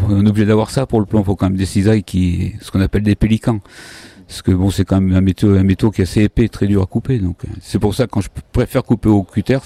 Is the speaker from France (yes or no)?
yes; Vichy, Auvergne-Rhône-Alpes, France; vu que j'étais originaire de Vichy, donc je suis revenu dans la région